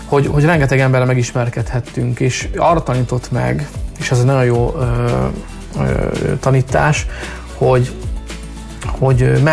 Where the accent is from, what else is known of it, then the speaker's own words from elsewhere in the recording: Hungary; én roma származású vagyok, attól még én ugyanúgy magyar vagyok